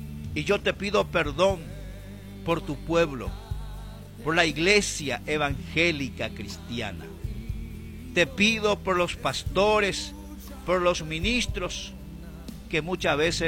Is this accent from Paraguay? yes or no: yes; Paraguay